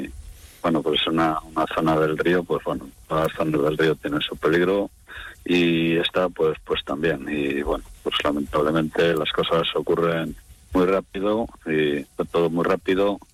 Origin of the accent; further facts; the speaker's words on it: Venta de Baños, Castile and León, Spain; Yo, mira, soy nacido aquí en Venta de Baños, sí. Lo conozco todo eso, no